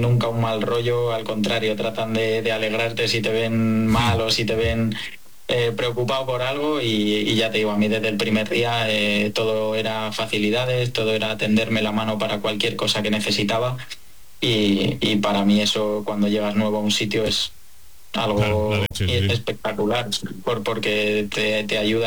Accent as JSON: {"language": "Spanish", "country": "Spain"}